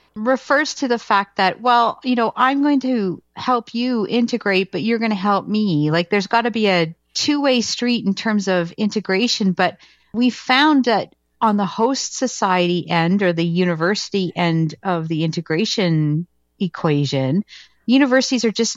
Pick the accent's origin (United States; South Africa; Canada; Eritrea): Canada; now in Winnipeg, Canada; I remember when I moved to Winnipeg, and I am Canadian